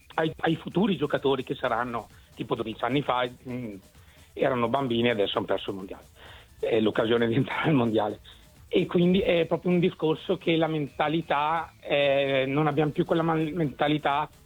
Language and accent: Italian; Bergamo, Lombardy, Italy; Io Inter, anche se sono di Bergamo.